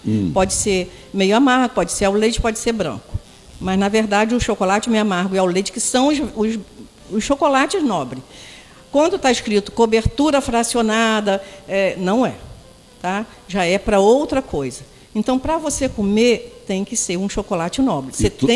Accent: Italva, Rio de Janeiro, Brazil; eu sou de Italva. Uhum. Olha só, eu fiz 70 anos agora.

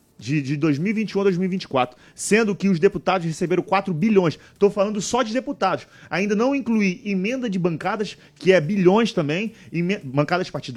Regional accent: Cabo Frio, Rio de Janeiro, Brazil; Eu fui criado no Parque Bulli. Ali no Parque Bulli, ali na casa da minha avó

